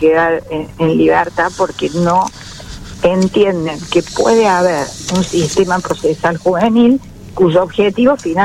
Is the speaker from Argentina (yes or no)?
yes; Córdoba, Argentina; yo por ejemplo soy cordobesa